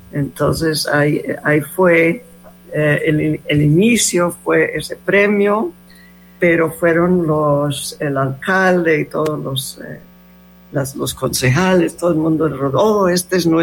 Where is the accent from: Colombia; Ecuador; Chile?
Colombia; Roldanillo, Valle del Cauca; born there; Yo nací en Roldanillo, un pueblo muy pequeño.